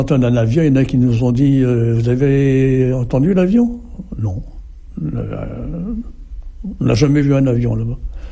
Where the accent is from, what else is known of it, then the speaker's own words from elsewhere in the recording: Berck, Hauts-de-France, France; Et puis je suis rentré chez moi, à Berck.